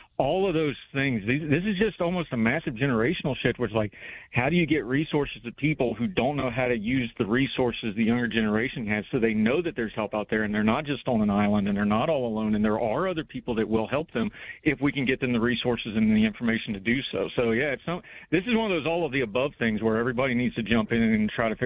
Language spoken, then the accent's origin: English; Saunersville, West Virginia, United States; if you're in a small town, I come from Saunersville, West Virgin